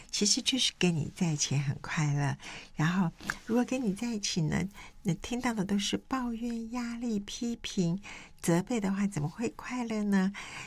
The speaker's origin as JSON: {"language": "Chinese", "country": "China", "said": "我们中国人常常讲到说，哎，逢年过节家人要团聚"}